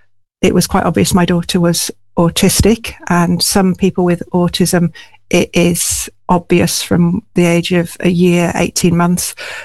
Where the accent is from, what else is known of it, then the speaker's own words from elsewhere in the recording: Hull, Yorkshire and the Humber, United Kingdom; We grew up in Hull together.